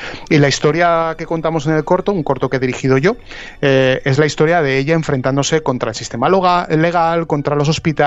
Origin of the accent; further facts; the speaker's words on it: Zaragoza, Aragon, Spain; born there; una mujer polaca que yo llegué a conocer en Zaragoza, en la ciudad donde yo nací.